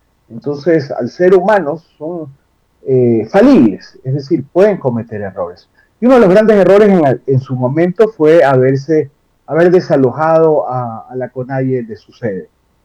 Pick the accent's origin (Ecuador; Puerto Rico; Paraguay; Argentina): Ecuador; born there; also born or lived in Chile; yo soy ecuatoriano, nacido en Ecuador y también soy chileno